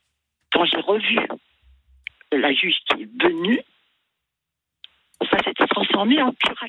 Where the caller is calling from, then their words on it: France; Bien sûr, j'ai travaillé à l'étranger. Mais je suis rentrée quand même depuis 30 ans en France. Je suis française de base.